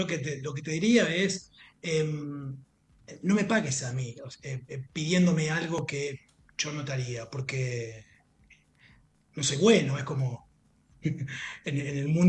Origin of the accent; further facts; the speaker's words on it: Buenos Aires, Argentina; paso bastante poco tiempo en mi casa, en Buenos Aires. Yo soy de Buenos Aires, tengo mi clínica ahí en Belgrano.